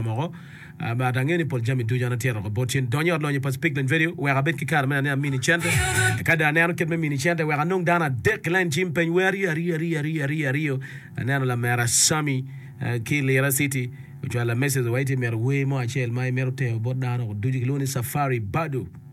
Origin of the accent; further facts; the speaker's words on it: Lira, Northern Region, Uganda; I'm from Lira.